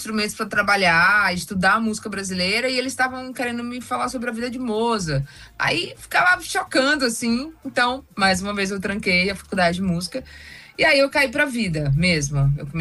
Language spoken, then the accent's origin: Portuguese; Salvador, Bahia, Brazil; a primeira vez que eu vim para São Paulo, a primeira vez que fui para Brasília, a primeira vez que eu saí de Salvador, assim, né, para trabalhar, foi